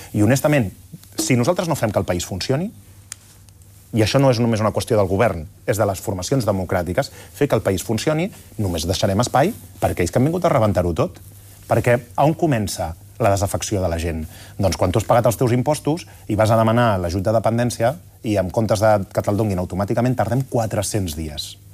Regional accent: Catalonia, Spain

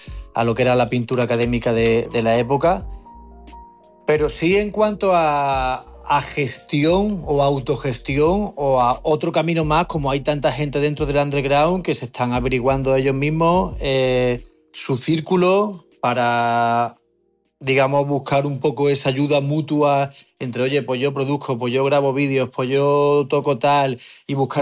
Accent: Córdoba, Andalusia, Spain; porque Manu es de aquí, yo soy de Córdoba.

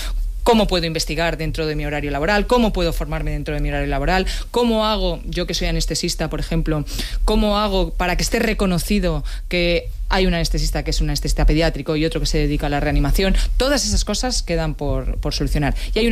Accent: Community of Madrid, Spain; cosa que a mí me interpela en primer orden como ministra y como madrileña.

